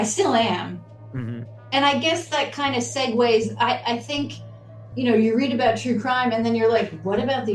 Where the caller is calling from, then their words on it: Pittsburgh, Pennsylvania, United States; Pittsburgh.